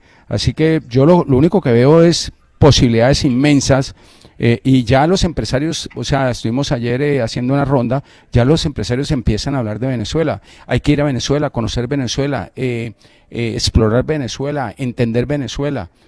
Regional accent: Bucaramanga, Santander, Colombia; Bucaramanga, yo que me crié en Bucaramanga, de chiquito.

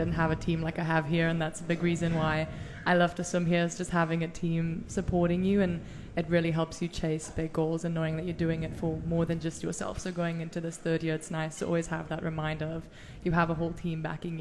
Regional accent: South Africa; moved away as an adult; now in New Orleans, United States; Yeah, so I'm from South Africa.

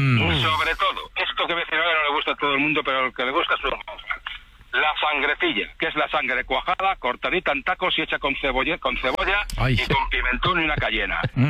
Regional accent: Valladolid, Castile and León, Spain

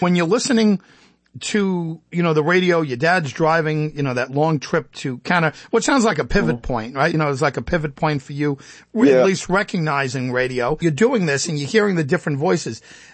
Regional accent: New York, United States; also born or lived in Orlando area, Florida; I'm from New York, but we ended up in and around the Orlando area.

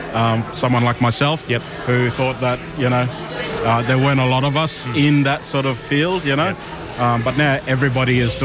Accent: Cairns, Queensland, Australia; now in Canberra, Australia; I come from Zenatkes, Kulkalgal Nation and Miriam Nation as well, Darnley Island, Yam Island. Grew up in Far North Queensland in Cairns and currently living in Canberra in the ACT.

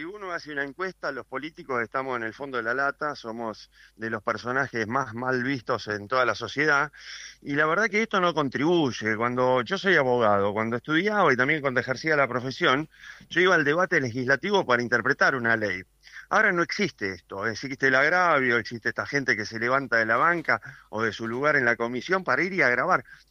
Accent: Río Negro, Argentina; Pero también yo soy de Río Negro

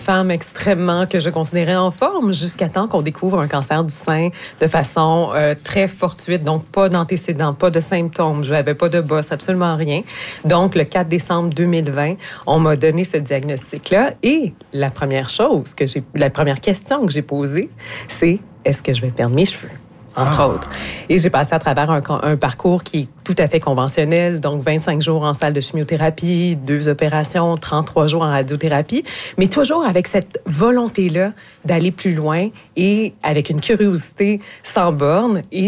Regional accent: Montreal, Quebec, Canada; même si je viens de Montréal.

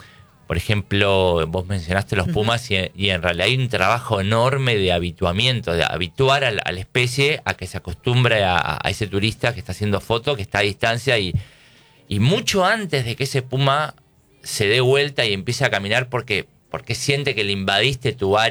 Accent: Buenos Aires, Argentina; born or raised there

